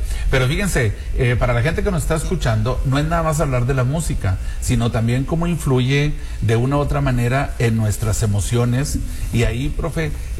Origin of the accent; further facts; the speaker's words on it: Mexico; somos mexicanos, estamos en un país melómano por naturaleza